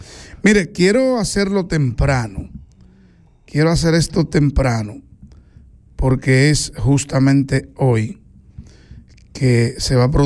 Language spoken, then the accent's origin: Spanish; Barahona, Dominican Republic